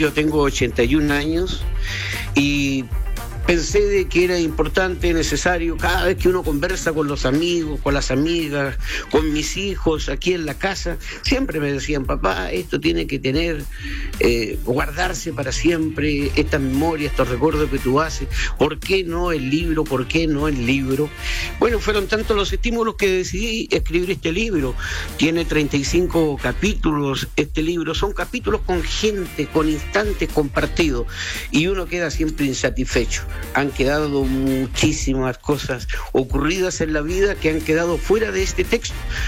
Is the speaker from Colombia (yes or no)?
no; Magallanes and Chilean Antarctica, Chile; Me debo haber entendido poco, Magallanes, vengo de Magallanes.